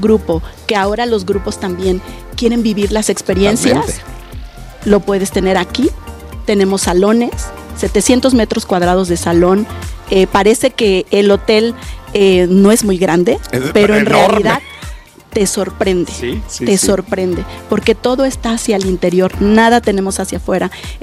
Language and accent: Spanish; Oaxaca, Mexico; siendo oaxaqueña